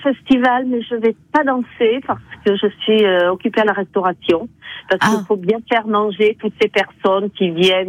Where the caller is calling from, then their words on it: Chamberet, Nouvelle-Aquitaine, France; je suis à Chamberet.